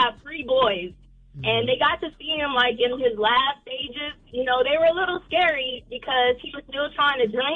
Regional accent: San Antonio, Texas, United States; now in Fayetteville, United States; I'm 43 years old, originally from San Antonio, Texas. I live in Fayetteville now, due to the military.

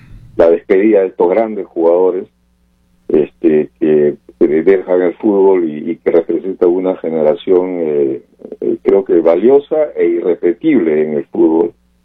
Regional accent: Peru; los peruanos fuimos

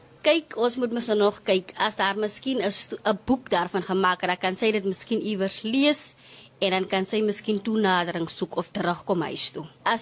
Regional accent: Witbank, Northern Cape, South Africa; Nee, nie Witbank in Gauteng. Ek is van Witbank, 'n klein dorpie naby Klein Pella, 'n eentjie van Klein Pella af.

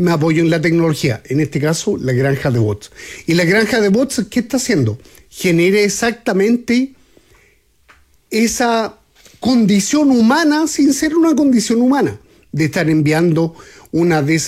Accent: Chile; nos pasa con nuestros vecinos acá en Latinoamérica que, siendo chileno, no nos gusta muchas veces que nos hable un extranjero

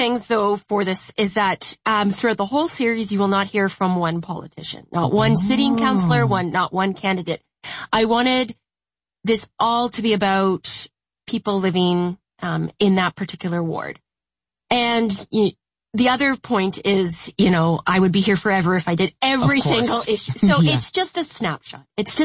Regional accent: Ottawa, Ontario, Canada; And I grew up in Ottawa

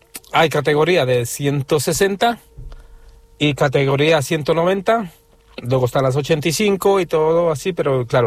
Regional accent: Ecuador; now in Spain; yo soy ecuatoriano y yo quisiese y me gustaría encontrarme con algún paisano

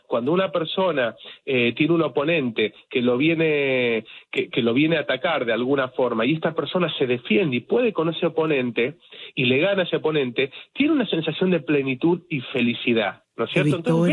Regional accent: Argentina; me gusta el fútbol como argentino que soy

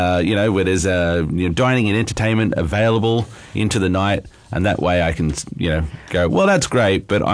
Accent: Gold Coast, Queensland, Australia; now in South Coast, New South Wales, Australia; I grew up on the Gold Coast

